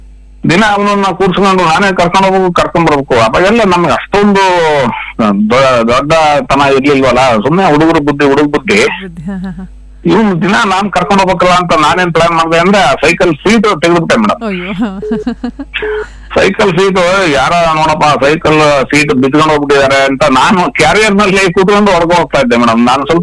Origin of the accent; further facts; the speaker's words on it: Dummenahalli, Karnataka, India; ನಮ್ಮ ಊರಿಂದ ದುಮ್ಮೇನಹಳ್ಳಿಯಿಂದ